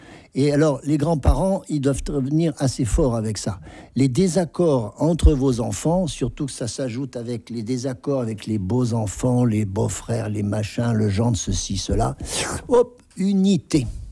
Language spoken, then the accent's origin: French; France; Alors, je sais bien, les Français, on aime bien manger, mais quand même.